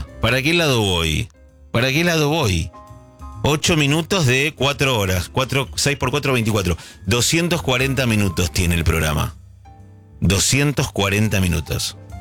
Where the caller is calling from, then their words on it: Villa María, Córdoba, Argentina; de Villa María, Córdoba.